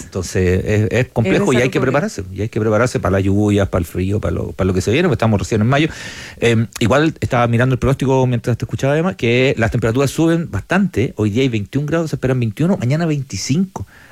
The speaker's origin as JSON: {"language": "Spanish", "town": "Curicó", "region": "Maule", "country": "Chile", "said": "No, soy de Curicó también."}